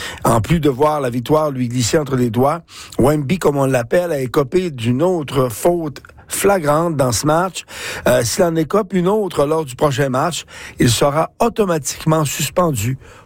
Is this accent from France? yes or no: no; Canada; chez nous, à Vancouver et à Toronto.